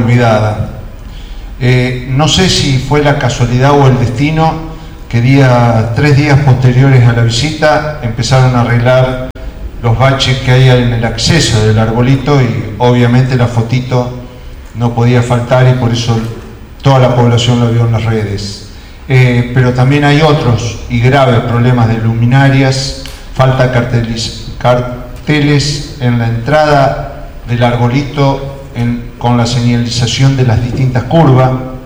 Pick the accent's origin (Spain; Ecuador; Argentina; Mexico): Argentina; Creo que es un deber como argentino y en un recinto como en el que estamos en este momento decirle gracias a Selección Argentina.